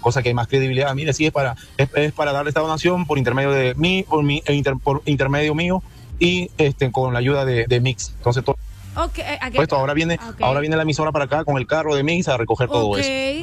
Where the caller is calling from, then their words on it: Atlántico, Colombia; yo vivo en Puerta Dorada, en el conjunto Arrecife